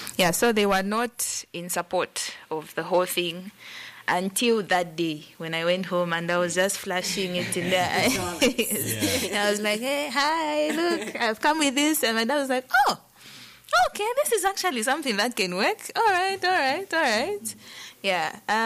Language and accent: English; Zambia; I'm from Zambia.